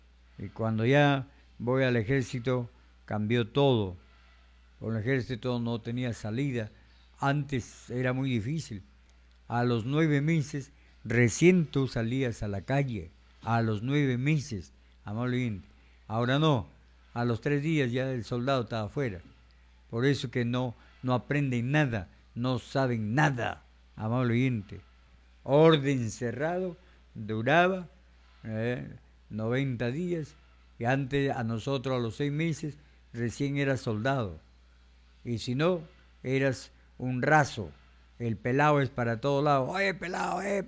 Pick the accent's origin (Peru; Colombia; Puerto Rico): Peru; Reque, Lambayeque; en mi pueblo, en Reque